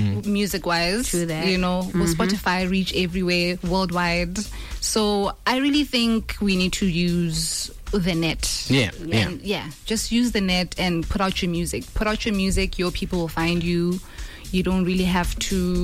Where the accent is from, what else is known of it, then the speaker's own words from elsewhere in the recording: Botswana; I'm from Botswana. I live here.